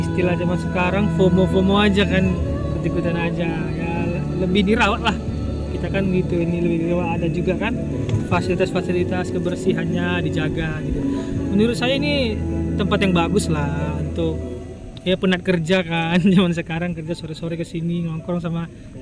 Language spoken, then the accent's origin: Indonesian; Pandan, North Sumatra, Indonesia; Saya dari Tapanuli Tengah, Pandan.